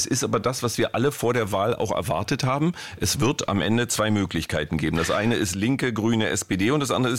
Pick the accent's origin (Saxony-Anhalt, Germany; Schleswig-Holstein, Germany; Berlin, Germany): Berlin, Germany; Als Berliner kann ich es mir ja kaum vorstellen, dass nicht das ganze Land auf diese Stadt blickt.